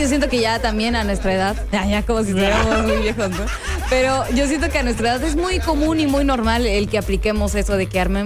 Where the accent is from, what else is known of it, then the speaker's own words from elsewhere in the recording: Mexico; Sí, un poco, pero por eso justamente somos mexicanos y lo vamos a celebrar.